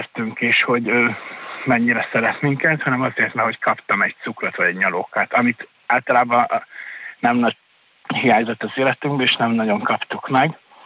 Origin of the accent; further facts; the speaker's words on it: Debrecen, Hajdú-Bihar, Hungary; én Debrecenben nőttem fel egy cigány szegregátumban.